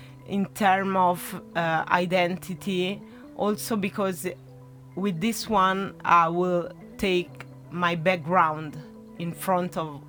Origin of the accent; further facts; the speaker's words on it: Italy; English is a second language; moved away as an adult; now in Paris, France; I'm born and raised in Italy, but I decided to left because I was seeking for more representation, and I decided to go in Paris.